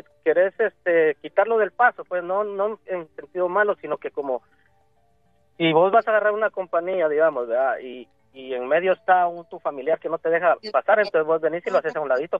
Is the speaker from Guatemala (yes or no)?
yes; Guatemala; now in United States; Y yo siendo guatemalteco